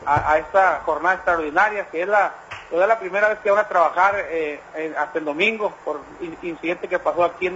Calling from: Baja California, Mexico; acá del Valle Mexicali.

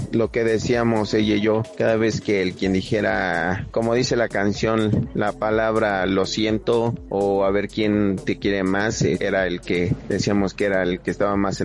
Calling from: Puebla, Mexico; los escucho desde la Capu

